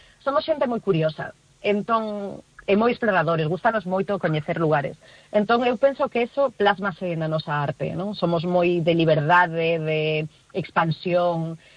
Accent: Galicia, Spain; A xente que somos daqui de Galicia sabemos que esos son paraxes galegos

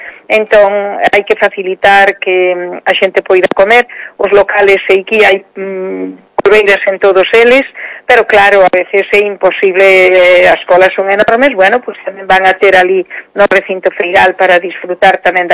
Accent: Monforte de Lemos, Galicia, Spain; a mí me pasa, eu que son de Monforte, hai xente que me dice

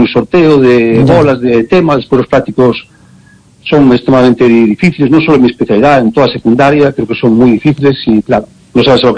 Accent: Lugo, Galicia, Spain; born there; Sí, yo nací en Lugo, sí, sí.

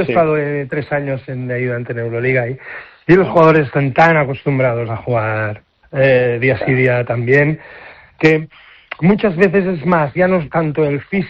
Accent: Badalona, Catalonia, Spain; Soy de Badalona, pero también soy del Barça de fútbol.

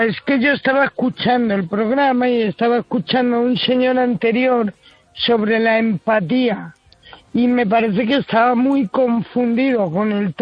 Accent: Community of Madrid, Spain; De hecho, yo soy madrileña, pero de sangre andal

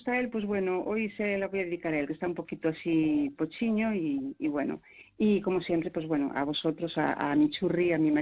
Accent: Galicia, Spain; porque venía del pueblo y repartía leches como... venía media salvajada, y ahora cuando digo que soy de la Ribeira Sacra, dicen, ¡ay, qué maravilla!

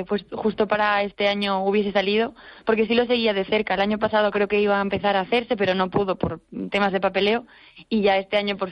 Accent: Madrid, Community of Madrid, Spain; moved away as an adult; now in Galicia, Spain; he estudiado en Madrid, he vivido en Madrid toda mi vida

